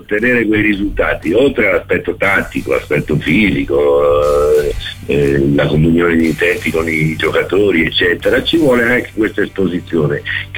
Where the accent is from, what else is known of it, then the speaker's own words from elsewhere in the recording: Rome, Lazio, Italy; born there; ecco, lui è un po' come me, io sono nato a Roma